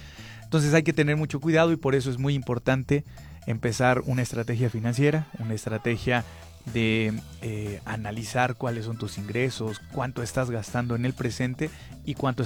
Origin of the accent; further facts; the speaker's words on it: Mexico; como mexicanas y como mexicanos